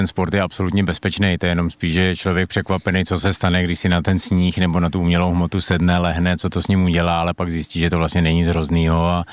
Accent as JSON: {"language": "Czech", "town": "Harachov", "region": "Liberec Region", "country": "Czechia", "tie": "born or raised there", "also_born_or_lived": "Jilemnice", "said": "Tak v Jilemnici jsem narozený, protože v Harachově porodnici nemáme, ale jinak jsem rodák jakoby z Harachova, takže tam ta volba byla úplně jasná."}